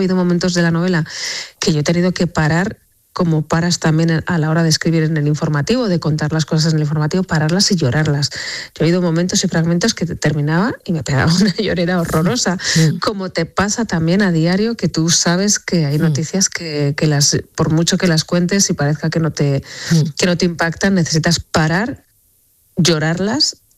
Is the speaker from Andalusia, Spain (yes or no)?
no; Navarre, Spain; es mi tierra, es mi infancia también. Yo pasaba mucho tiempo también, hacía muchos intercambios con chicas francesas en mi juventud para aprender francés